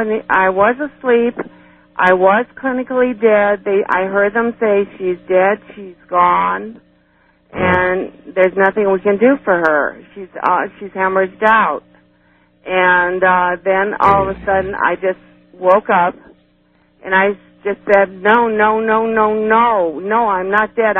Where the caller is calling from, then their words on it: Cleveland, Ohio, United States; I'm calling from Cleveland, Ohio.